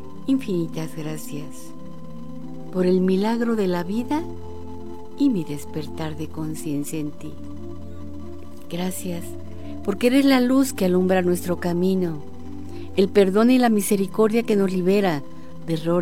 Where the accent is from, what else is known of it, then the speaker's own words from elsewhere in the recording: Mexico; el infierno que estamos viviendo como mexicanos